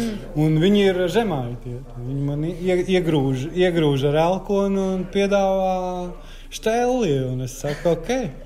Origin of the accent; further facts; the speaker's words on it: Courland, Latvia; Viņa ir žemaitieta. Un es esmu kurzemnieks.